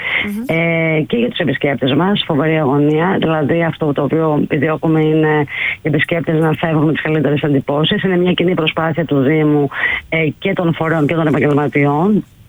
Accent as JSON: {"language": "Greek", "town": "Sifnos", "region": "South Aegean", "country": "Greece", "tie": "born or raised there", "said": "Γεννήθηκα στη ΣΥΦΝΟ. Ναι. Είμαι από τη ΣΥΦΝΟ και γεννήθηκα στο σπίτι που μένω μέχρι σήμερα."}